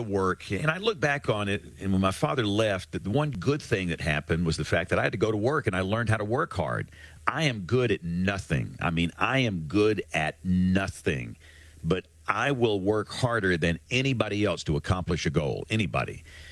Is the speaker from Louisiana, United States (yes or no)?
no; Greenville, Alabama, United States; now in Birmingham, United States; where I'm from Greenville originally